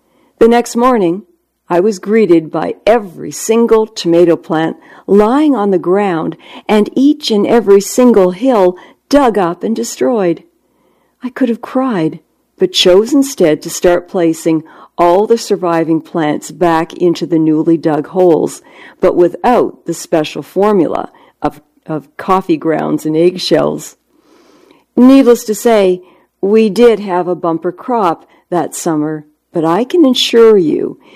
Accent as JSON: {"language": "English", "region": "Ontario", "country": "Canada", "tie": "born or raised there", "moved": "yes", "said": "the area where I grew up in Ontario, Canada"}